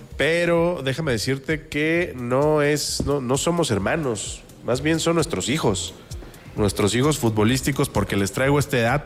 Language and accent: Spanish; Mexico; creo que hay una buena relación entre los coreanos y los mexicanos.